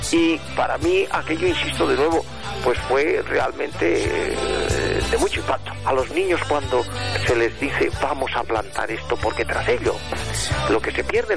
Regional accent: Spain; pienso en mi país, que es España

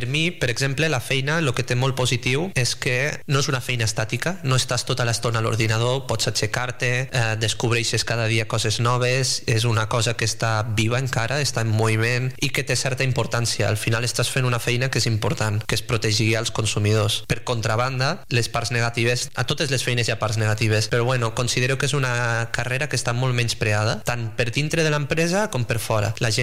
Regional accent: Lleida, Catalonia, Spain; a on jo vaig néixer, a Lleida

